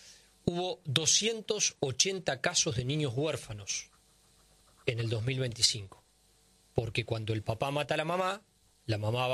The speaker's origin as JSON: {"language": "Spanish", "country": "Argentina", "said": "estas son las cuestiones que nos deben preocupar a todos como argentinos."}